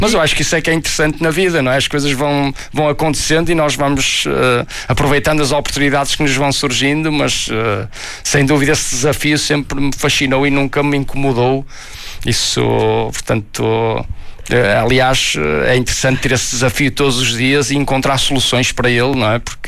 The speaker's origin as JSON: {"language": "Portuguese", "town": "Braga", "region": "Norte", "country": "Portugal", "said": "sou aqui de Braga"}